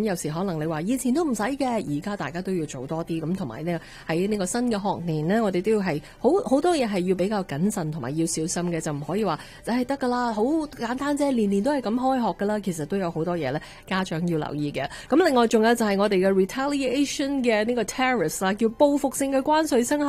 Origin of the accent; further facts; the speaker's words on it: Canada; 咁以往你會覺得我哋加拿大人咧都好nice 嘅